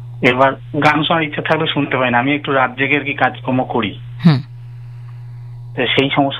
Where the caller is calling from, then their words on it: Bardhaman, West Bengal, India; বর্ধমান থেকে, পূর্ব বর্ধমান থেকে।